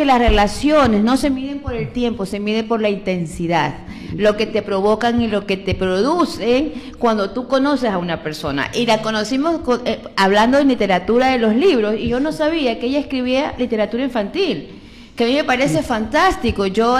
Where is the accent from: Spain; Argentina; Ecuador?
Ecuador; Manta, Manabí; Yo soy de Manta, chola, crecí frente al mar en Tarqui. Yo me orgullezco de la ADN indígena ancestral que está en mí